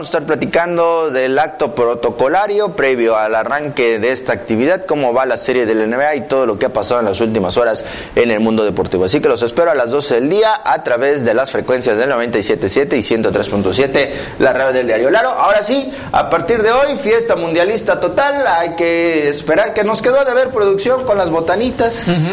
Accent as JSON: {"language": "Spanish", "country": "Mexico"}